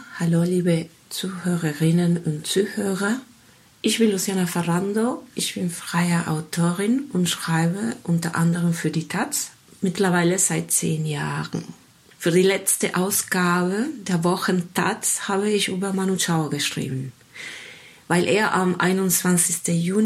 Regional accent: Argentina; ich 25 geworden und habe meinen Geburtstag zum ersten Mal mit warmem Wetter gefeiert. In Argentinien, wo ich herkomme, wäre es Winter gewesen.

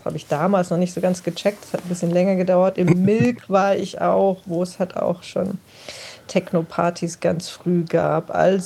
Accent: Eppelheim, Baden-Württemberg, Germany; moved away; also born or lived in Mannheim; Ich bin nicht direkt in Heidelberg aufgewachsen, sondern in einem kleinen Vorort mit dem etwas drolligen Namen Eppelheim.

